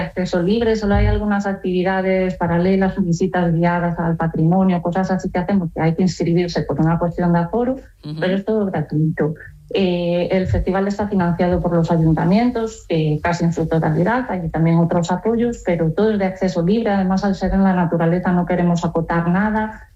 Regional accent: Ferrol, Galicia, Spain; Bueno, a mí siempre me gustó muchísimo y yo soy de Ferrol y es verdad que en esa comarca siempre se tocó muy bien y se cantó muy bien, es una comarca especialmente musical.

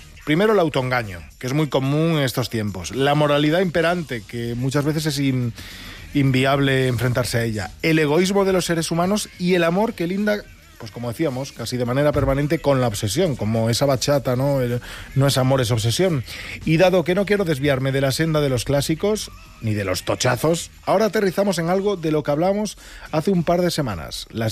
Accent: Noia, Galicia, Spain; en mi pueblo, ahora que, Noia, en Galicia.

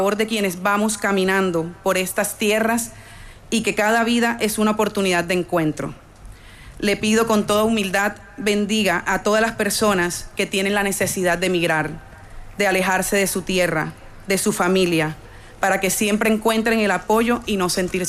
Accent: Colombia; moved away as an adult; Soy colombiana con 48 años. Llegué hace 3 años dejando a mi familia y a mi hijo

